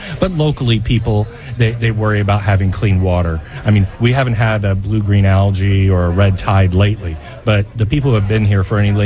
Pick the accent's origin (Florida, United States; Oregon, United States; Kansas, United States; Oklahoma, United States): Florida, United States; Naples; born there; also born or lived in Cape Coral; lived in Cape Coral when I was born, even though I was physically born in Naples.